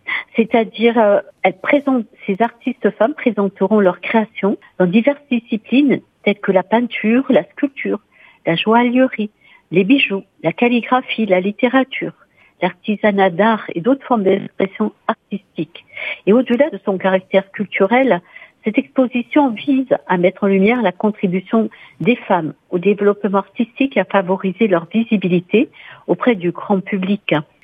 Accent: Corsica, France; chez nous, en Corse

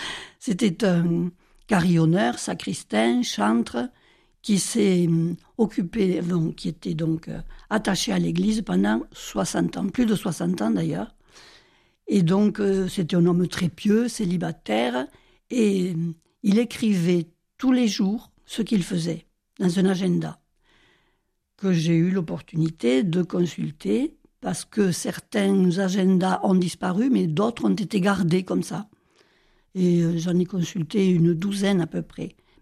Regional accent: Viterbo, Lazio, Italy; born there; Et donc les archives de Viterbe, puisque c'est mon village natal.

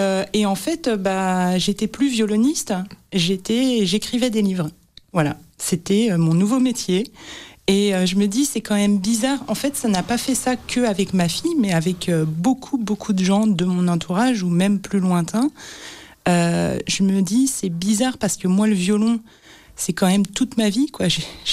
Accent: France; moved away as an adult; now in Brussels, Belgium; Je suis d'origine française, je suis arrivée à 19 ans en Belgique. Je suis restée en Belgique

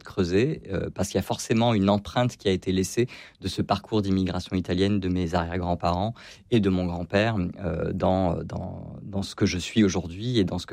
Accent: France; Moi je suis originaire de Hier, j'ai grandi à Hier

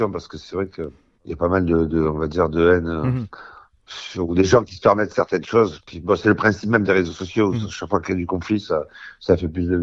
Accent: Marseille, Provence-Alpes-Côte d'Azur, France; moi, je suis marseillais

